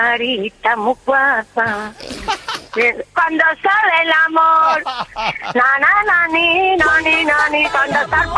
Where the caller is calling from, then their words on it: Málaga, Andalusia, Spain; Desde Málaga.